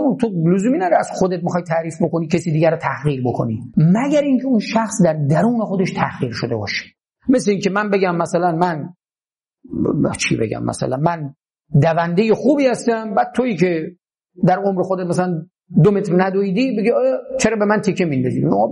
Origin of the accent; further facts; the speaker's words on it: Iran; اینکه من در ایران به دنیا اومدم افتخار نیست به معنی، اما اینکه من ایرانی بودن خودم رو، سنت خودم رو، هویت خودم رو که دیگه تصادفی نیست حفظ بکنم، این افتخاره